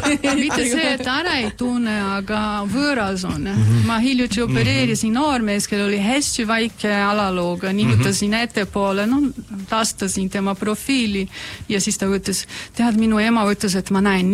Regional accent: São Paulo, Brazil; Estonian is a second language; now in Estonia

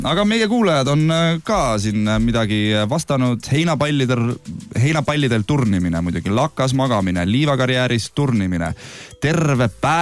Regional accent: Rapla County, Estonia; born there; no mina olen ju maapoiss ikkagi

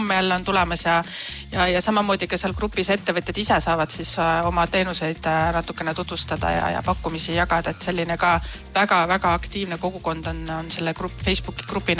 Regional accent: Pärnu, Pärnu County, Estonia; born or raised there

